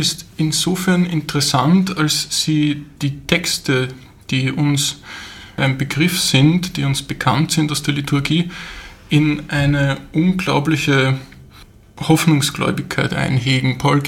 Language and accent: German; Vienna, Austria; born there; Ich wurde 1997 in Wien geboren.